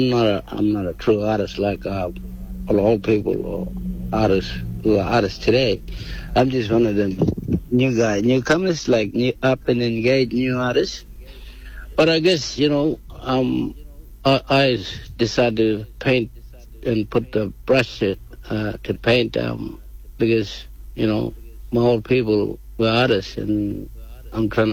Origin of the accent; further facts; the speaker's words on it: Kununurra, Western Australia, Australia; also born or lived in Broome, Australia; I'm pretty much grew up in a place called Kununurra. That's a gateway to the NT, I guess you might say. The last town to hit in Western Australia before you hit the Northern Territory. I grew up here most of my life. Went to school here, but went to high school in Broome. Spent 5 years over there.